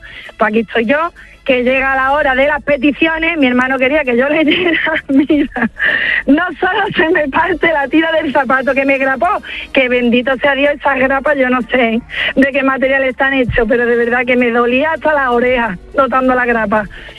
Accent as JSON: {"language": "Spanish", "town": "Huelva", "region": "Andalusia", "country": "Spain", "said": "Tengo un hermano, mira, nosotros somos de Huelva, pero vamos, medio lepero"}